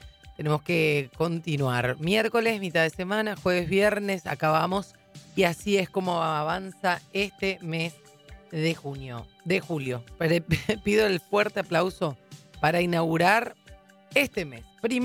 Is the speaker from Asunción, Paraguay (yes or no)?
no; Lambaré, Central, Paraguay; yo que soy de Lambaré, veía como que no iba a llover y de repente se largó con todo